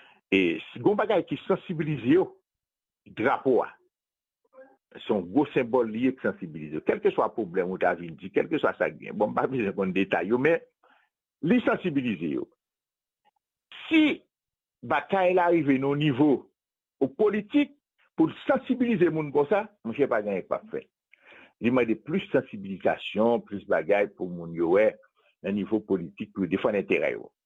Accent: Haiti; Là, on est haïtien, un peu partout, à travers diaspora, République dominicaine, Chili, Brésil, Mexique, États-Unis, Canada, la France même.

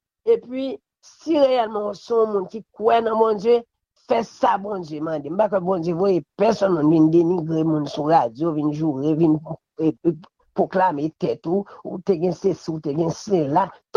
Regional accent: Haiti; Donc moi-même, c'est vrai, je voulais nous être ensemble en tant qu'Haïtien

